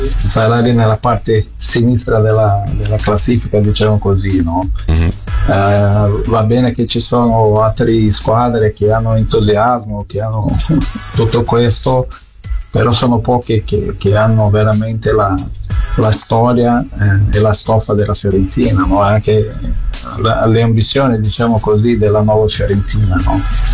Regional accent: Brazil; Italian is a second language; moved away; come diciamo noi in Brasile

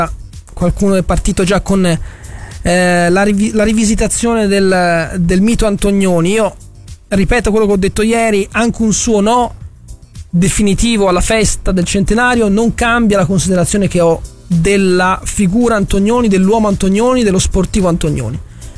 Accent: Florence, Tuscany, Italy; l'ho apprezzato molto da fiorentino

